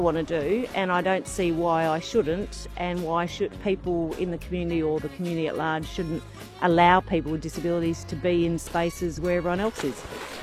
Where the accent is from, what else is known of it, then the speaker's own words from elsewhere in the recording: Geraldton, Western Australia, Australia; as a young girl, I grew up in Geraldton on the coast